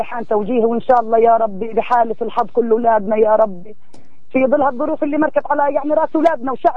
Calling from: Palestine; أنا كمواطنة فلسطينية

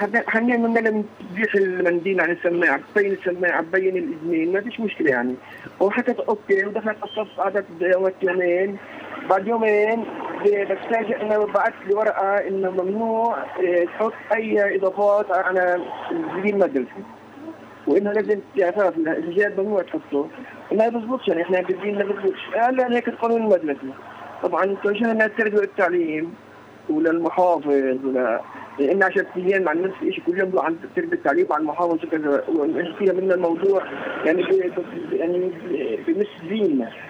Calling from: Hebron, West Bank, Palestine; من الخليل

